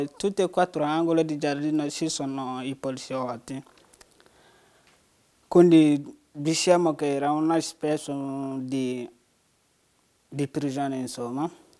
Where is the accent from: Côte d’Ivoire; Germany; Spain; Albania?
Côte d’Ivoire; Italian is a second language; moved away as an adult; also born or lived in Guinea; Io vengo dalla Costa d'Avorio, ora ho 25 anni.